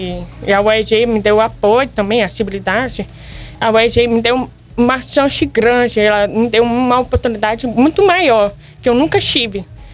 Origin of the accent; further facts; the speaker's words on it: Brasília, Federal District, Brazil; eu sou deficiente auditiva desde que eu nasci. Sou de Brasília, do DF, lá de Ceilândia.